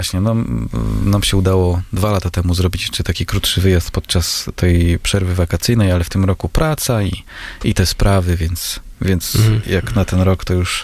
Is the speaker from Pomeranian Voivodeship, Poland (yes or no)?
yes; Słupsk, Pomeranian Voivodeship, Poland; To ja byłem też w moich rodzinnych okolicach, czyli w Słupsku. No i wiadomo, tam Ustka, Rowy, te sprawy.